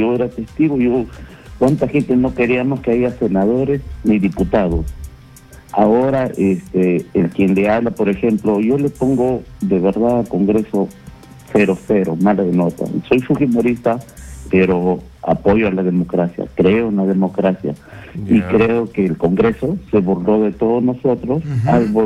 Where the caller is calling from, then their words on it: Trujillo, La Libertad, Peru; De Trujillo, La Libertad.